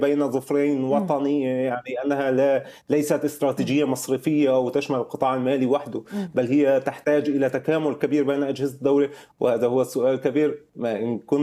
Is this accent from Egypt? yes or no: no; Syria; لأنه الكاش إيكونومي عندنا بسوريا اللي هو الاقتصاد النقدي يعني